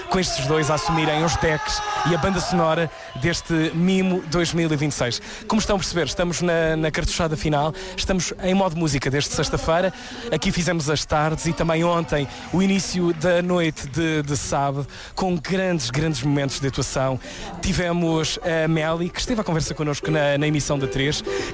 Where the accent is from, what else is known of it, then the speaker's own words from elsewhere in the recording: Azores, Portugal; Eu venho, como todos sabem, à partida, venho dos Açores. Temos sempre aquele quadrante de temperaturas entre os 25, 26 graus, no pico do verão. Eu não estou habituado com estes 40 que se estão a viver em Guimarães.